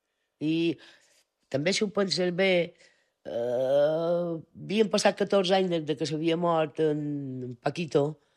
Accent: Bunyola, Balearic Islands, Spain; I del Baleares vam venir allà on jo volia anar, en el Bunyola. Jo som molt de Bunyola.

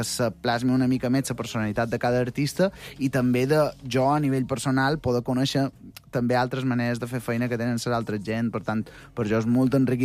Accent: Santa Maria del Camí, Balearic Islands, Spain; jo que sóc de Santa Maria

